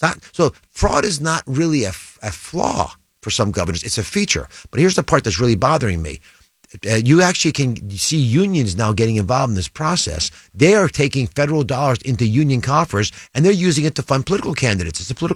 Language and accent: English; Philadelphia, Pennsylvania, United States; I'm from Philadelphia.